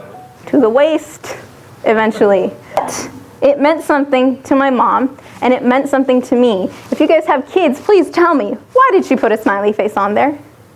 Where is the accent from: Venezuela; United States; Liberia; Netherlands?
Venezuela; moved away; I'm from Venezuela